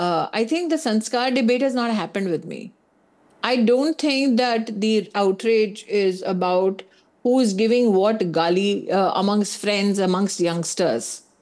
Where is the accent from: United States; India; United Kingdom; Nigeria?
India; as an Indian citizen